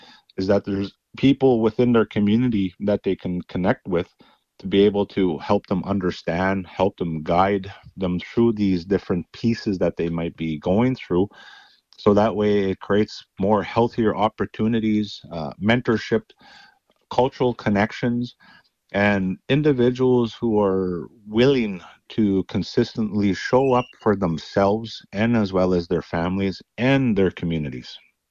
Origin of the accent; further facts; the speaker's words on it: Flying Dust First Nation, Saskatchewan, Canada; I'm originally from Flying Dust First Nation.